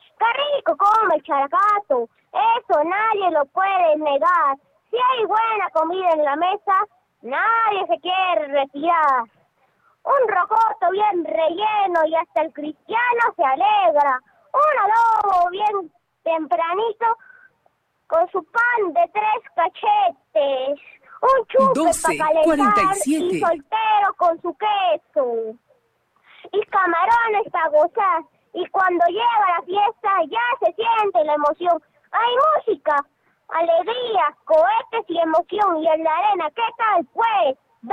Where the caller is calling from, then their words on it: Arequipa, Peru; accent: tonito characato; Desde Caima yo levanto mi voz